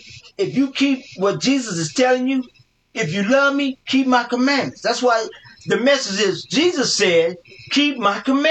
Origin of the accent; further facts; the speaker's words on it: Oklahoma City, Oklahoma, United States; I'm talking about myself. I'm from Oklahoma City, Oklahoma.